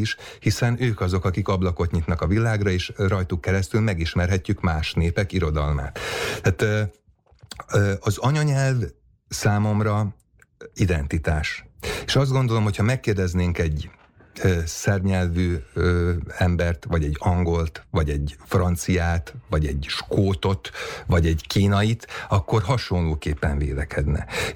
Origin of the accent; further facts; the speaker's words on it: Hungary; ugye magyarként itt élünk Európa közepén, a germán, a latin és a szláv nyelvek között